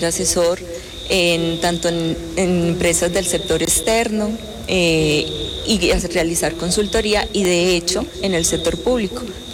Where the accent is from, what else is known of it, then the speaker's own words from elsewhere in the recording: Pereira, Risaralda, Colombia; Como buenos pereiranos, resilientes, dispuestos a apoyar a la comunidad, a la ciudad, buscando alternativas de apoyo y preparando nuestra infraestructura.